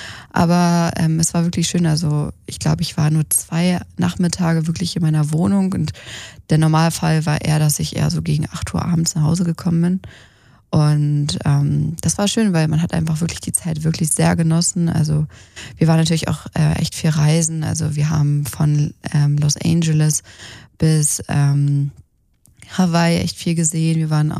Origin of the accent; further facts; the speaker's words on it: Germany; als Deutscher ist es auch erst ein bisschen abschreckend, weil es schon ganz anders ist als so in Deutschland.